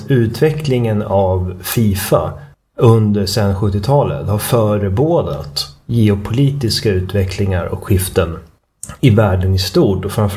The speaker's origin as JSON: {"language": "Swedish", "town": "Uppsala", "region": "Uppsala County", "country": "Sweden", "said": "Jag kom ju från Uppsala och jag fick ju lära mig lite grann att man ska hålla på Sirius."}